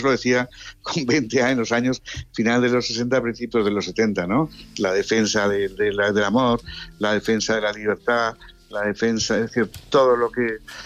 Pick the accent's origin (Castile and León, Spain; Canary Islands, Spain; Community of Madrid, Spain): Community of Madrid, Spain; Madrid; Pero soy también al mismo tiempo el único que es de Madrid, yo nací en Madrid.